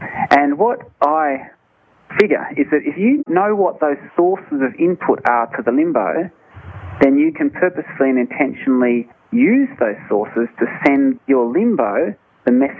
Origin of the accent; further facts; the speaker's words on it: Australia; Because I'm Australian, yes. I'm a simple Australian man